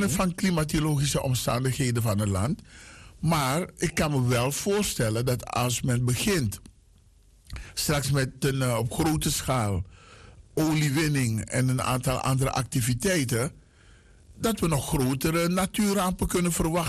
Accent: Paramaribo, Suriname; moved away; De Daniel Continuostraat, daar in de buurt waar ik ben opgegroeid

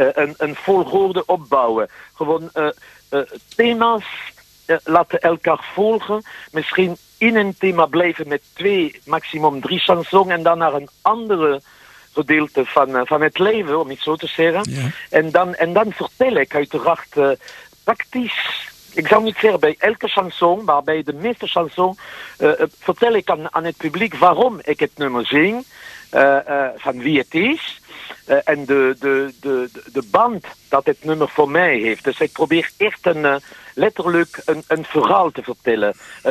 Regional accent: south-west France, France; now in Amsterdam, Netherlands; Ik kom zelf uit Zuidwest-Frankrijk. Ik kom uit het platteland. Niet echt een berggebied, maar gewoon aan de voet van de Pyrenee.

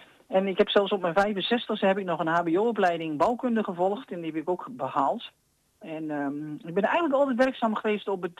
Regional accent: Netherlands; Ik ben 61 jaar. Ik ben geboren en getogen in Waterveld. En ik woon nog steeds in Waterveld.

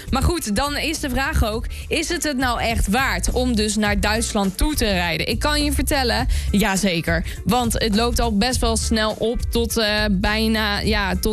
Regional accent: Netherlands; als Nederlanders aan de grens

